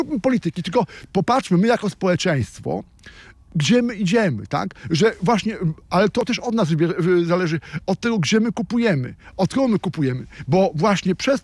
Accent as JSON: {"language": "Polish", "region": "Greater Poland Voivodeship", "country": "Poland", "said": "Ciocie, my jesteśmy, pochodzimy z Wielkopolski, jesteśmy rodziną."}